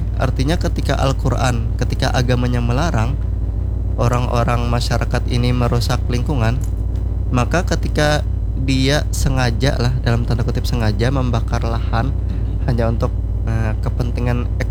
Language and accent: Indonesian; Banjar, South Kalimantan, Indonesia; kita sebagai orang Banjar